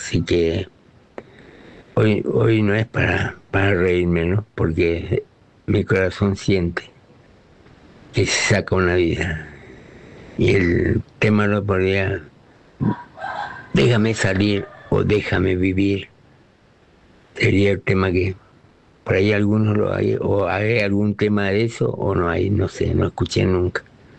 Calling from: Clorinda, Formosa, Argentina; de Clorinda

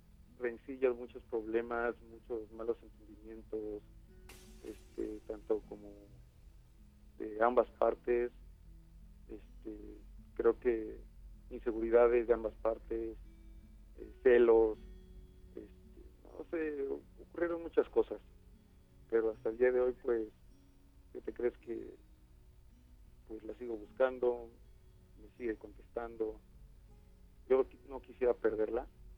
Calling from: Tultepec, State of Mexico, Mexico; Soy de Tultepec.

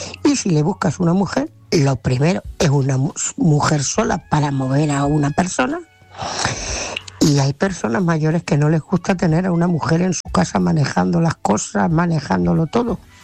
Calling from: Ciudad Real, Castilla-La Mancha, Spain; de Ciudad Real.

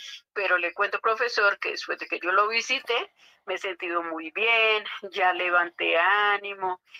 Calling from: Bogotá, Colombia; Del barrio Luna Par

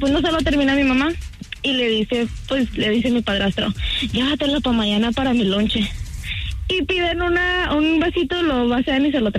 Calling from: Inglewood, California, United States; Aquí en Los Ángeles, en Inglewood.

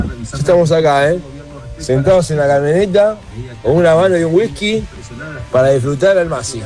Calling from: Temperley, Buenos Aires Province, Argentina; Acá les habla … de Wisconsin, de Glasgow, Temperley.

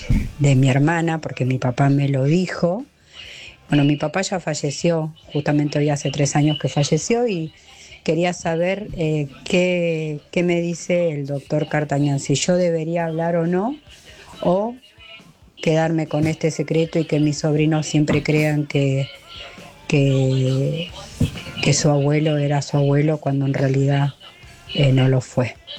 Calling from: Rafael Calzada, Buenos Aires Province, Argentina; de Rafael Calzada.

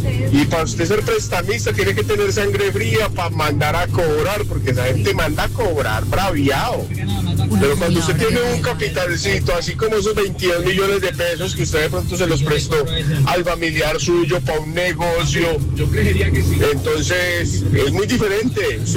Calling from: Pereira, Risaralda, Colombia; soy de acá de Pereirita.

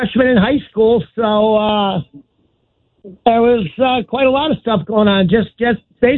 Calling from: Bridgeport, Connecticut, United States; … from Bridgeport.

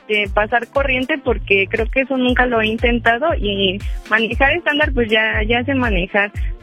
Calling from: Valle de Chalco, State of Mexico, Mexico; llamo desde Valle de Chalco

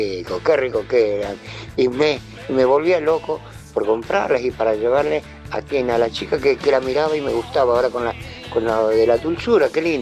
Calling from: González Catán, Buenos Aires Province, Argentina; soy de acá, de González Catán. Vivo solo, tengo 76 años.

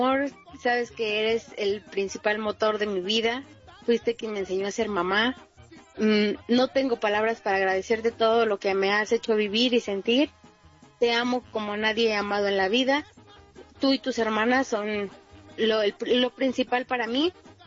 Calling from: Tizayuca, Hidalgo, Mexico; me comunico desde Tizayuca.

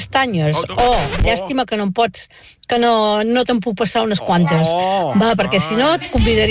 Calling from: Sant Miquel de Balenyà, Catalonia, Spain; de Sant Miquel de Balenyà.

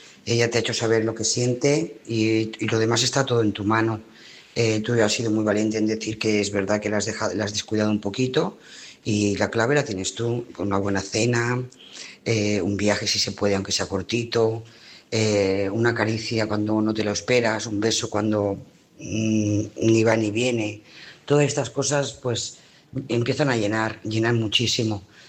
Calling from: Lloret de Mar, Catalonia, Spain; Lloret de Mar.

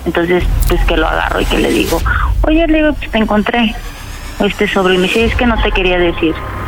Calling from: Guerrero, Mexico; Tengo 37 años y hablo del estado de Guerrero.

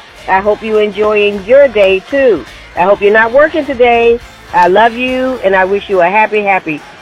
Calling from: Virginia, United States; I'm calling from Virginia again, and my birthday shout-out, I actually have more than one person.

